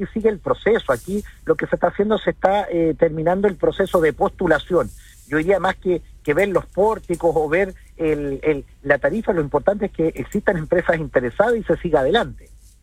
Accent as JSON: {"language": "Spanish", "country": "Chile"}